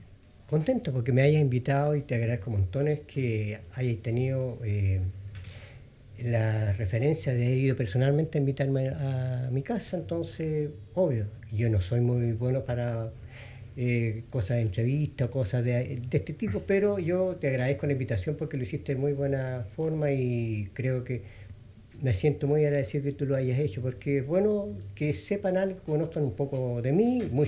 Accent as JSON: {"language": "Spanish", "town": "Longaví", "region": "Maule", "country": "Chile", "tie": "born or raised there", "also_born_or_lived": "Linares", "said": "Pero yo nací en el hospital de Linares, en el antiguo hospital de Linares, y siempre longaviano, me crié acá porque mi papá trabajaba en la hacienda Laisen"}